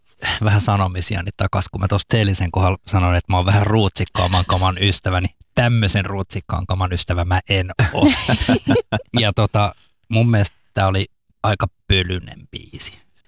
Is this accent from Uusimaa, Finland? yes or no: yes; Espoo, Uusimaa, Finland; My Hometown on siis Espoo, koska mä oon syntyperäinen espoolainen ja mä oon asunut Kivenlahdessa ja Kaukolahdessa ja mulla on tosi silleen lämmin suhde Espooseen